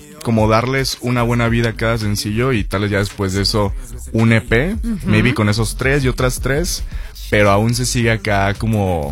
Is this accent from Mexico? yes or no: yes; Guadalajara, Jalisco, Mexico; born there; nací en Guadalajara.